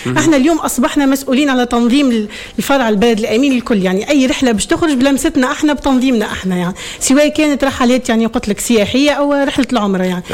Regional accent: Bizerte, Bizerte Governorate, Tunisia; أنا بنت البلد الأمين. اليوم معناتها شرف لي أني أنا يعني أصبحت يعني مشرفة ومسؤولة ومنظمة لأي حاجة تخص البلد الأمين ببنزرت.

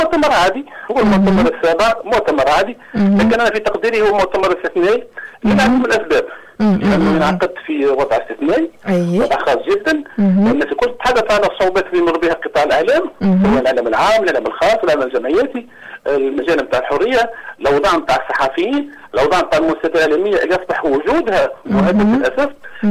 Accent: Tunisia; أنا كصحفي تونسي

